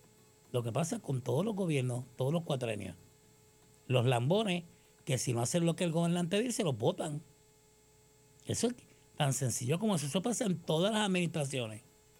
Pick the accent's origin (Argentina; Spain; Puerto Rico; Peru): Puerto Rico; como puertorriqueña que soy.